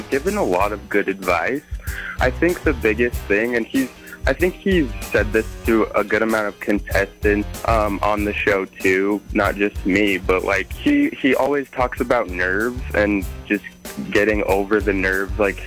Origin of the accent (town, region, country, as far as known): Utah, United States